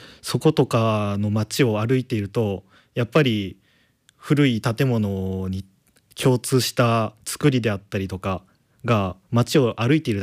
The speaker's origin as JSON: {"language": "Japanese", "town": "Ōno", "region": "Fukui", "country": "Japan", "moved": "yes", "said": "出身が福井県の大野市です。"}